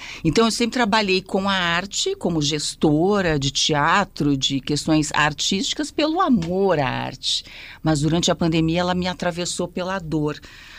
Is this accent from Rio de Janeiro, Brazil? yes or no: no; Porto Alegre, Rio Grande do Sul, Brazil; Eu sou do Rio Grande do Sul, de Porto Alegre